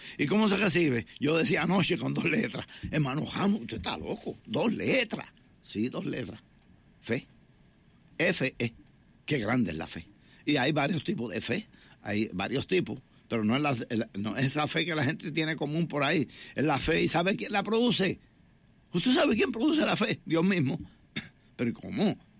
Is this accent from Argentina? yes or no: no; Puerto Rico; un jibarito, como dicen en mi país